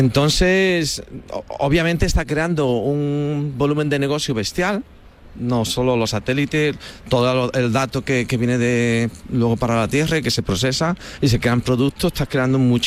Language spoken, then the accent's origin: Spanish; Seville, Andalusia, Spain; moved away as an adult; now in United States; Yo, de España, de Sevilla.